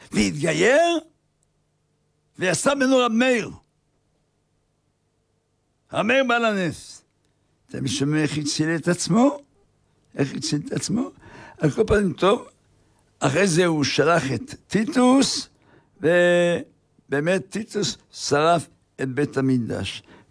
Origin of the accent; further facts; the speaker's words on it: Haifa, Haifa District, Israel; אני גדלתי בחיפה